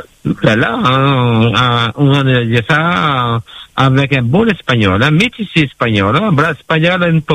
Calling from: Pas de la Case, Encamp, Andorra; moi j'habite au Pas de la Case.

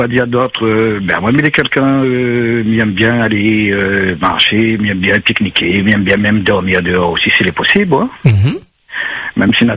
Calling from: Lille, Hauts-de-France, France

